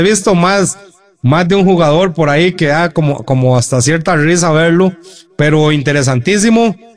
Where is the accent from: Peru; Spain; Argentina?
Argentina; yo como argentino y seguidor de la albiceleste